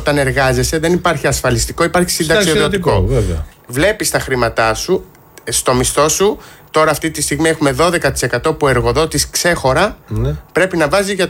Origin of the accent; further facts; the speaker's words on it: Greece; Ως Έλληνες